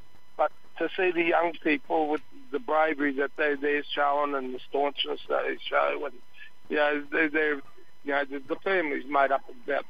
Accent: Cunnamulla, Queensland, Australia; moved away; also born or lived in Brisbane

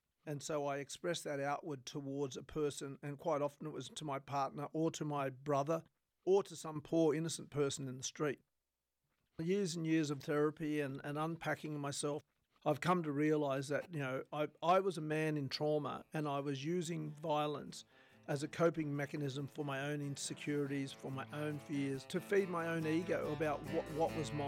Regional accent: Wilcannia, New South Wales, Australia; And on one occasion when we were living on the riverbank in Wilcannia, my hometown, my older brother Graham and I were wrestling around near a 1 gallon drum of boiling hot water.

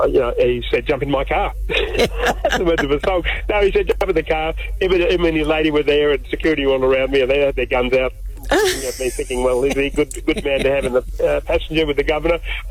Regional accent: Katanning, Western Australia, Australia; Might take a drive there before I head back to Katanning, where I'm camping tonight in my hometown.

